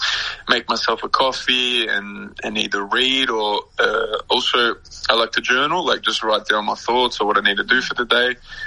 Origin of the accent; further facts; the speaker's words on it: Australia; accent: Australian; moved away; people have told me, like, you know, even my mom or friends or whatever, that I've lost my Australian accent. To me, I don't really notice it. Maybe it was a bit stronger when I was in Australia